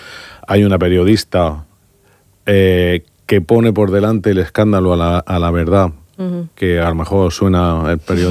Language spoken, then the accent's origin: Spanish; Mula, Region of Murcia, Spain; Al final yo soy muleño de raíces y de convicción. Y creía que el día del lanzamiento tenía que hacerlo en mi pueblo.